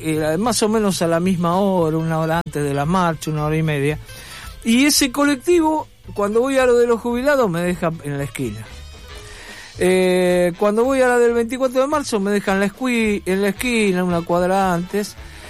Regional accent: Argentina; fundamentalmente como ciudadano argentino

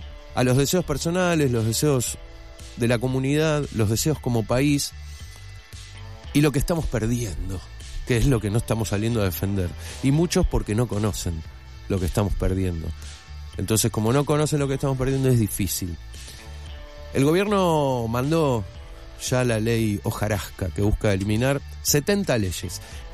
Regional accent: Buenos Aires, Argentina; Siendo un porteño acérrimo como el que soy e insoportable

